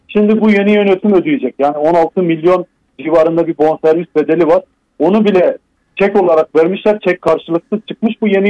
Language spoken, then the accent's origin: Turkish; Van, Turkey; burası benim memleketim olduğu için abi ben susamam.